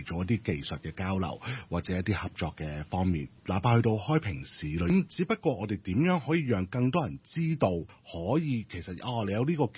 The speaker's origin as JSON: {"language": "Cantonese", "country": "Hong Kong"}